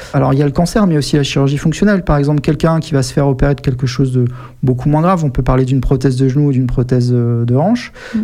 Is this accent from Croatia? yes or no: no; Amiens, Hauts-de-France, France; Donc moi, je suis originaire d'Amiens, donc j'avais passé le concours de première année à la fac d'Amiens.